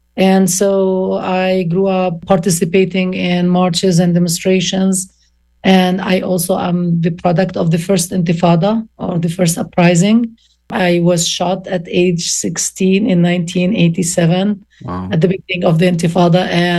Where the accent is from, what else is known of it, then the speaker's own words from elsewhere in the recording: Hebron, West Bank, Palestine; Well, I am Palestinian myself. You know, I was born and raised in Al Khalil or Hebron. I was born in 1970